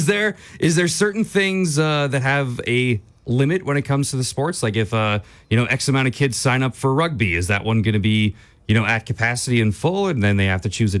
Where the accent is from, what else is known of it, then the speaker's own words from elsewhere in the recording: Edmonton, Alberta, Canada; So I grew up in Edmonton